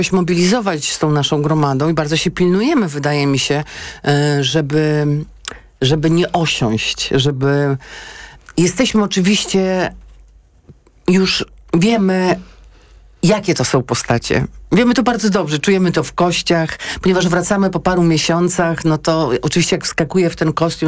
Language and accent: Polish; Białystok, Podlaskie Voivodeship, Poland; stadion Jagiellonii Białystok, mojego rodzinnego miasta